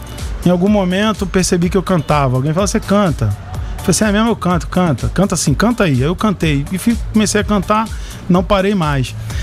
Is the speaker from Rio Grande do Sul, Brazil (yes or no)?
no; Rio de Janeiro, Brazil; Quando eu sou do Rio, carioca.